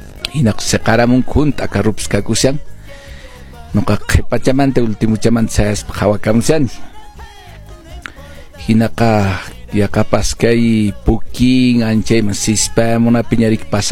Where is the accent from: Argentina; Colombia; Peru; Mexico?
Peru; Cusco; Avenida Santiago, somos cusqueños